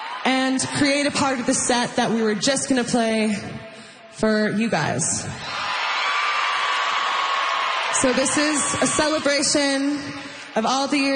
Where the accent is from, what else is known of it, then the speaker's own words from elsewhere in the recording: Toronto, Ontario, Canada; we'll never forget that we're Canadian girls. That we're girls from Toronto.